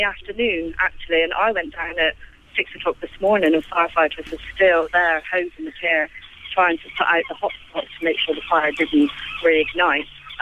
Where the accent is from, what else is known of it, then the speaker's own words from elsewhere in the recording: South West England, United Kingdom; accent: Bristolian; also born or lived in Brighton; now in Eastbourne, United Kingdom; It's Bristolian. I'm from the West Country.